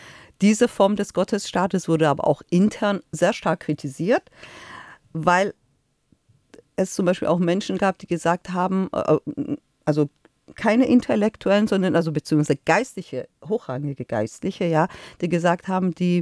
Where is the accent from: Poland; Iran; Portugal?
Iran; German is a second language; also mir persönlich als Iranerin hat die Anteilnahme sehr gefehlt.